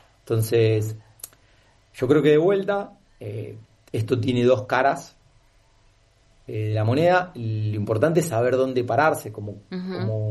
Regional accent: Argentina; Nosotros como Argentina todavía seguimos teniendo un montón de oportunidades para desarrollarnos.

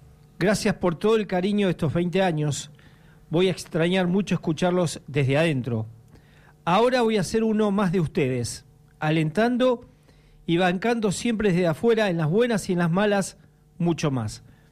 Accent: Argentina; como argentinos es un día triste.

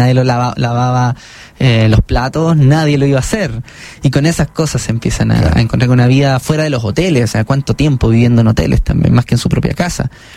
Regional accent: Chile; ¿Por qué me encuentro con yo vengo de Chile?

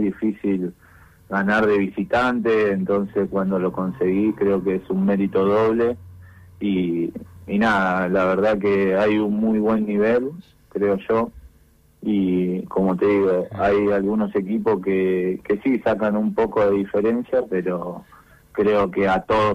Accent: Berazategui, Buenos Aires Province, Argentina; born there; now in San Isidro, Argentina; Sí, yo nací ahí, pero ahora estoy erradicado en San Isidro, en zona norte.

